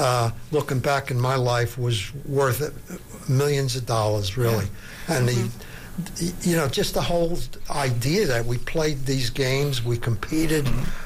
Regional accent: New York City, New York, United States; I grew up in Woodhaven in Queens.

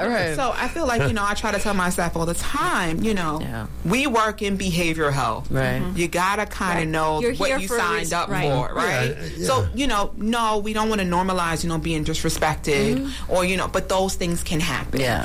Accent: Brooklyn, New York, United States; you know, I'm from Brooklyn.

